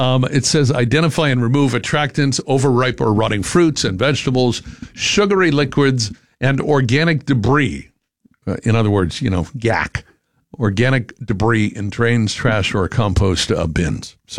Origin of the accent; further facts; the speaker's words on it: New Jersey, United States; born there; also born or lived in Massachusetts; when I moved from Massachusetts to New Jersey as a kid